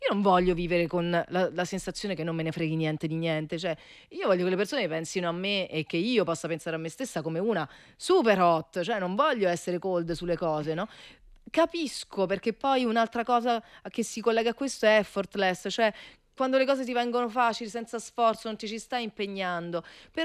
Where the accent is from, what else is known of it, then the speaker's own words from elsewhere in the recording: Rome, Lazio, Italy; also born or lived in Milan; Poi sono arrivata a Roma, cioè, tornata a Roma, io sono romana.